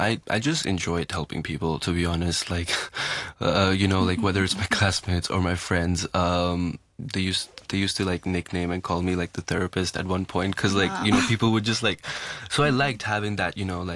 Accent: Hong Kong; growing up in Hong Kong, because Hong Kong is an international city

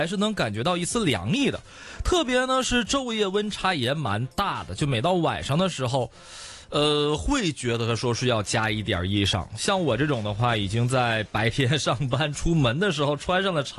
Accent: Northeast China, China; now in Hong Kong; 因为像我老家东北的话，

